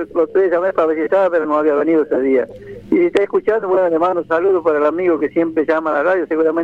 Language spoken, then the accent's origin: Spanish; Campo Gallo, Santiago del Estero, Argentina; born or raised there; moved away